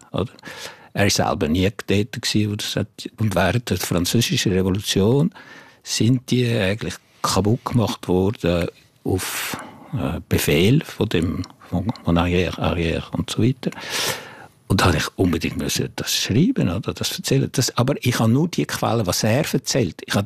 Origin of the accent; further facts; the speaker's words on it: Jura, Switzerland; German is a second language; now in Geneva, Switzerland; ich bin von da. Ich bin im Jura aufgewachsen.